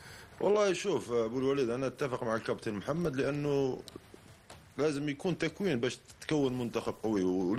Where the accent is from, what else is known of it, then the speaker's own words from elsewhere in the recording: Algeria; اللي عندنا في الجزائر